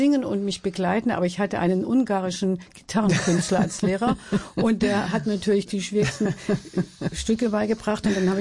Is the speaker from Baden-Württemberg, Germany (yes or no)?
yes; Baden-Württemberg, Germany; Ich komme aus dem Schwarzwald und wir sprachen und sprechen immer noch einen Dialekt, wenn wir zusammen sind.